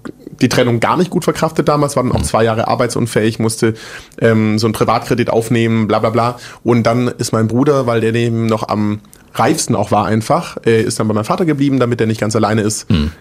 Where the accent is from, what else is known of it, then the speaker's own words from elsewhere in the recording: Großbottwar, Baden-Württemberg, Germany; also born or lived in Stuttgart / Frankfurt; Ich bin in Stuttgart geboren, bin in so einem Kaff aufgewachsen, das heißt Großbottwar. Mhm. Also will ich da wohnen, was wohnen da 10.000, 15.000 Leute vielleicht. Bin da mit meiner Family groß geworden, bis ich 10 war.